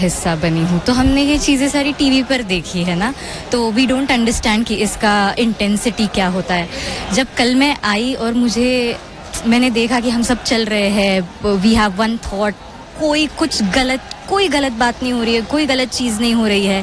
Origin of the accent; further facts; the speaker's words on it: Mumbai, Maharashtra, India; मैं मुंबई से हूँ।